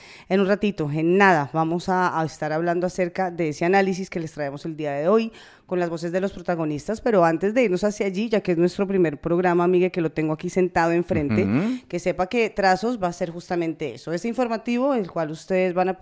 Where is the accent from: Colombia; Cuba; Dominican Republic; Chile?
Colombia; moved away; nosotros como colombianos